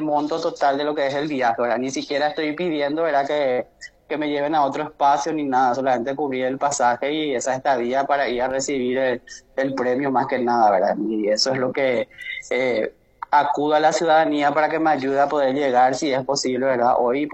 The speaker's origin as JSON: {"language": "Spanish", "country": "Paraguay", "said": "quedé yo como el único paraguayo"}